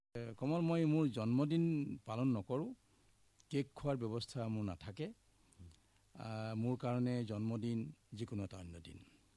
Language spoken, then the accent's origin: Assamese; Ehelam, Assam, India; also born or lived in Dibrugarh; এতিয়া মই মোৰ ঘৰ বুলি ক'লে মই এহেলামত বুলিয়েই ক'ম, আৰু ডিব্ৰুগড়ত কোনো চিনচাপ নাই।